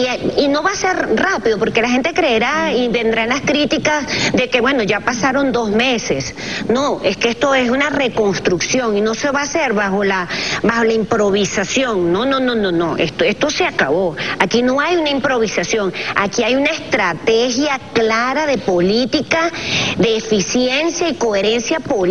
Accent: Venezuela; yo me tengo que sentir mucho más venezolana, porque yo soy venezolana

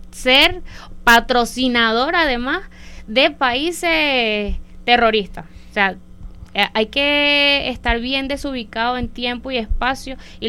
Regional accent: Venezuela; una joven venezolana, bolivariana

